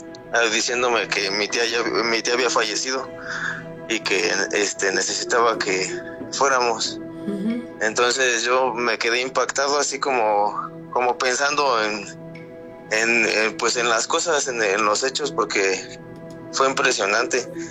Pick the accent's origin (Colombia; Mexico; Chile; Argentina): Mexico; Iztapalapa, Mexico City; Yo soy de la Ciudad de México, Iztapalapa.